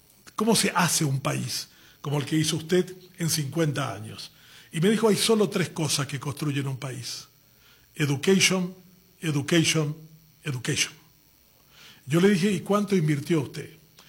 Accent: Paraguay

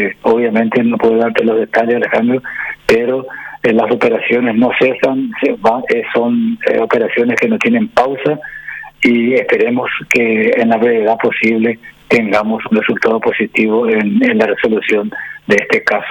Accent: Fulgencio Yegros, Caazapá, Paraguay; la localidad de Fulgencio Yegros, mi pueblo natal.

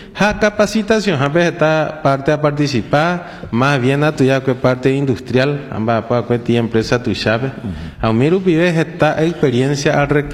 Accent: Paraguay; como orqueteño, como paraguayo

